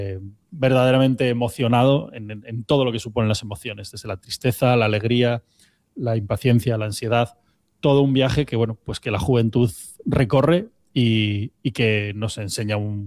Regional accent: Asturias, Spain; Todos nos debería sonar como poco, como asturianos

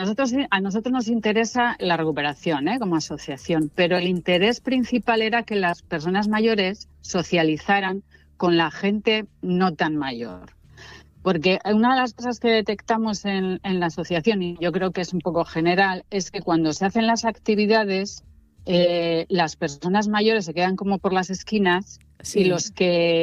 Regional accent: Piloña, Asturias, Spain; yo soy de Piloña, mi familia es de Piloña, y da la casualidad que empecé a cuidar a unos vecinos de mi abuela.

